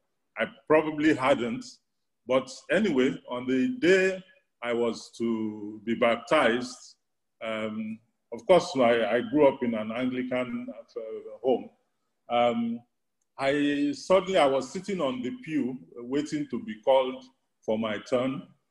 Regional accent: Lagos, Nigeria; also born or lived in United Kingdom / Ibadan; I grew up in Ikoyi and attended St. Gregory's College, Obalende.

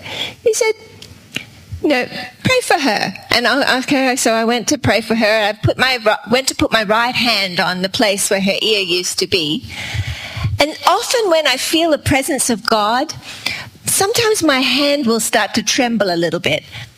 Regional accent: Australia; We are from Australia. That's why my accent's a little different

